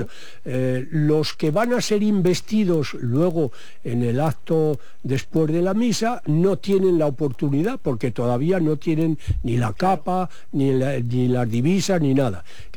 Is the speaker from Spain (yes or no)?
yes; Valladolid, Castile and León, Spain; somos 89 en verdad, que somos de aquí, de Valladolid, de Medina y comarca